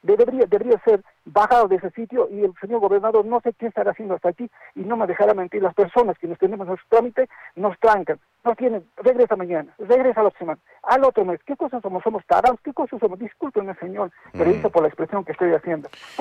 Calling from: Punta de Bombón, Arequipa, Peru; Les hablo de … de aquí de la provincia de Isla de Punta de Bombón Mejía.

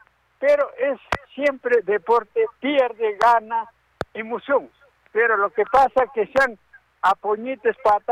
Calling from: Cayma, Arequipa, Peru; Yo de Caima, señor

